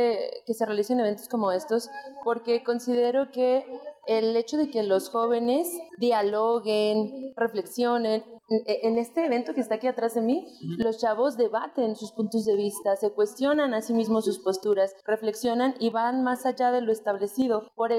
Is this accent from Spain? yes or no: no; Sombrerete, Zacatecas, Mexico; now in Sain Alto, Mexico; Los acompaño de Zainalto, pero soy originaria de Sombrerete.